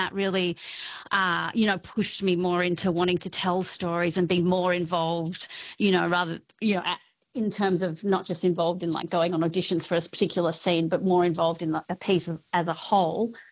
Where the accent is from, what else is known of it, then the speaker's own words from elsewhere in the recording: Newcastle, New South Wales, Australia; also born or lived in Los Angeles, United States; Well, no, I grew up in Newcastle.